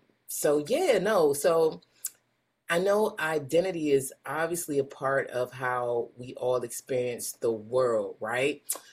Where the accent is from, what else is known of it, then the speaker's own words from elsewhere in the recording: Washington, District of Columbia, United States; I'm a Washingtonian, native Washingtonian. And I grew up Northwest in Petworth. But I just moved to Southside, and it's still Chocolate City over here.